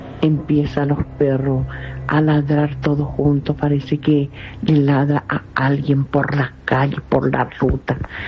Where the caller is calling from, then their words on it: Pirayú, Paraguarí, Paraguay; Y soy de Pirayú, te estoy llamando a la ciudad de Pirayú.